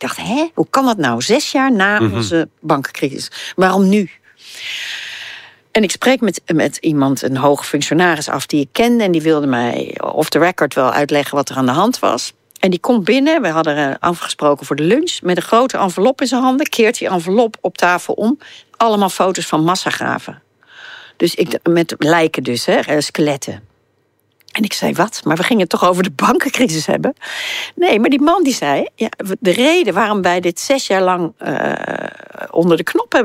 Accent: Netherlands; Ik ben in Nederland opgegroeid.

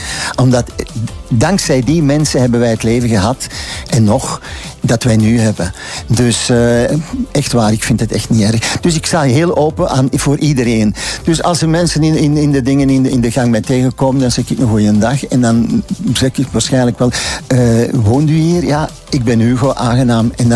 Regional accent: Oevel, Antwerp, Belgium; also born or lived in Congo; ik ben geboren in de Congo. En dan zijn we teruggekomen omdat mijn broer malaria had. En dan hebben we 4 jaar in Oevel gewoond, bij de ouders van mijn mama.

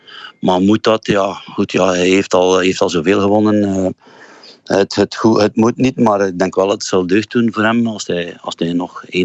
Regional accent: Zwalm, East Flanders, Belgium; Bertrand, dat was een streekgenoot van mij vroeger. Van ik kom uit Zwalm.

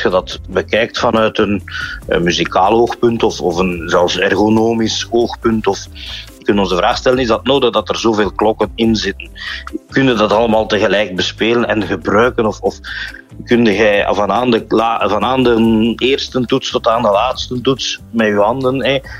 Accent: Flanders, Belgium; En dat is niet in elke toren in bij ons in Vlaanderen zo.

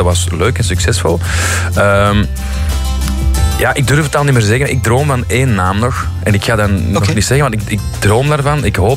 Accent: Flanders, Belgium; Het is een ware eer dat ik daar mag staan, hè, als Vlaming.

